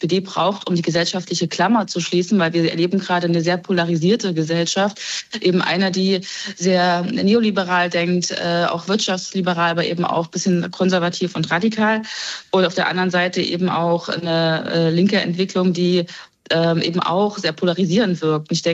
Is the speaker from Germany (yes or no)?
yes; Thuringia, Germany; ich komme aus Thüringen, da kann ich da vieles berichten